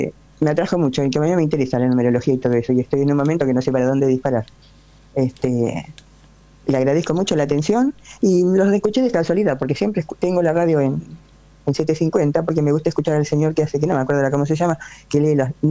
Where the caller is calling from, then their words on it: Adrogué, Buenos Aires Province, Argentina; de Adrogué.